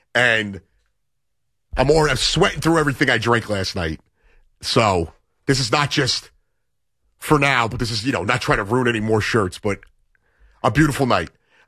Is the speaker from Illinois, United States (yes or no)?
no; New Jersey, United States; also born or lived in Brooklyn, New York; not, you know, born and bred in New York, but being, you know, originally from Brooklyn and then growing up in Jersey